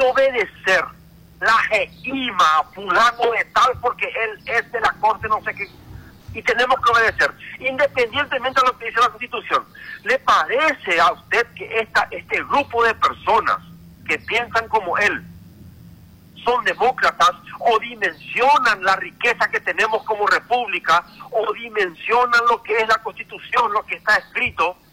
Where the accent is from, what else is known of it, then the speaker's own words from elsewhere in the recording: Paraguay; nos consideramos como paraguayos